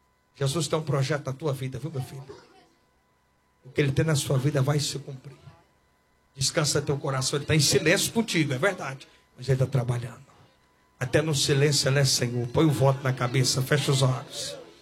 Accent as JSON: {"language": "Portuguese", "region": "Goiás", "country": "Brazil", "said": "eu sou do Goiás"}